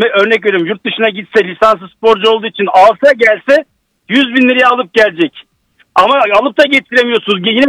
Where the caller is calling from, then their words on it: Izmir, İzmir, Turkey; İzmir'den arıyorum.